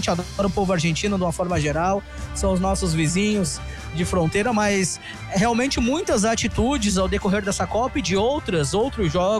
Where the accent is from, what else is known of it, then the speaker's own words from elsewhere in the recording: Brazil; E nós somos brasileiros, né?